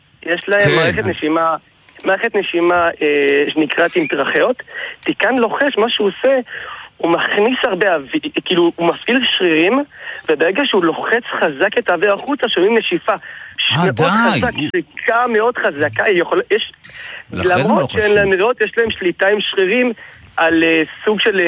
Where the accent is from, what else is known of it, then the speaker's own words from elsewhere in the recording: Tunisia; מי שיש לו מסורת לצפון אפריקה, ואפילו ספרד, לא רק תימנים, גם צפון אפריקה, אני טוניסאי ויש לי מסורת